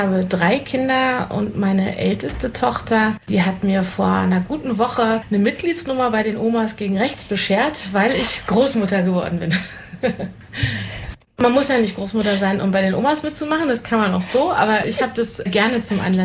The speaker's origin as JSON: {"language": "German", "region": "Berlin", "country": "Germany", "tie": "born there", "moved": "as an adult", "lives_now": "Quedlinburg, Germany", "said": "ich bin 48 Jahre alt, in Ost-Berlin geboren, wohne seit 2008 in Sachsen-Anhalt und zwar in Quedlinburg"}